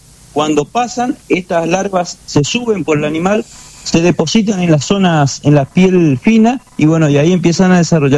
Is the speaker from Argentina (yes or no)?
yes; Corrientes, Argentina; De Corrientes, yo soy de Corrientes, estamos en Corrientes